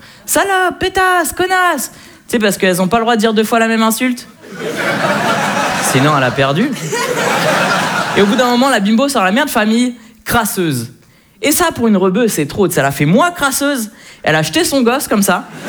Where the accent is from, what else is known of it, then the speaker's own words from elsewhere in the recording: Le Havre, Normandy, France; Je suis originaire du Havre. Voilà, ça met toujours une bonne ambiance quand je le dis.